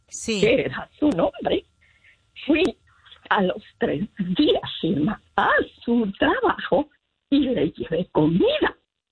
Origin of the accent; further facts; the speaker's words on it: Sinaloa, Mexico; now in Los Angeles, United States; Yo soy sinaloense.